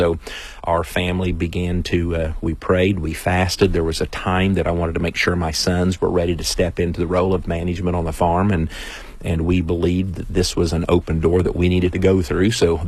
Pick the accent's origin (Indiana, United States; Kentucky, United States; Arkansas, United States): Kentucky, United States; Louisville; It's felt like Louisville, Kentucky, but pronounced correctly.